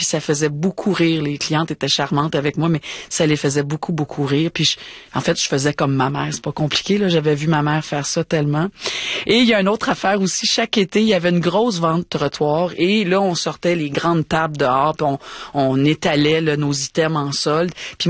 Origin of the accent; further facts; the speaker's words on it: Montreal, Quebec, Canada; elle avait une boutique de vêtements à Villemar, dans le sud-ouest de Montréal, là où j'ai grandi.